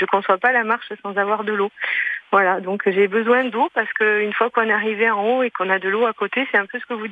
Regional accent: Landes, Nouvelle-Aquitaine, France; quand j'étais petite, j'habitais dans les Landes, donc une demi-heure de l'océan, donc pas très loin de l'océan

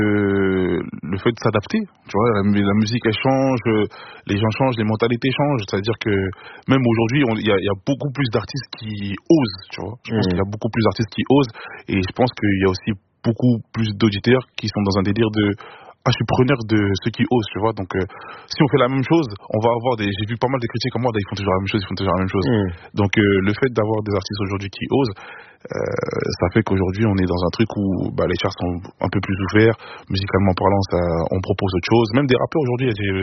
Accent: Haiti; j'ai un petit code qui fait que je suis haïtien

